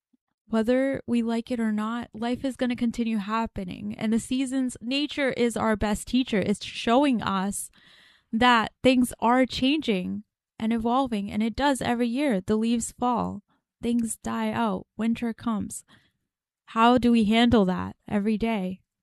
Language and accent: English; Massachusetts, United States; I'm from Massachusetts, Rachel's from New Hampshire, so I always want to be like, oh yeah, Massachusetts, but I'll say New England.